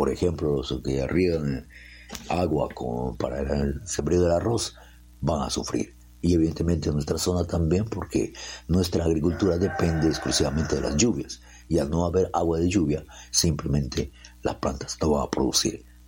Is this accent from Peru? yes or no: yes; Peru; Si somos peruanos y amamos a nuestra patria, no necesitamos invitación para ir a desfilar.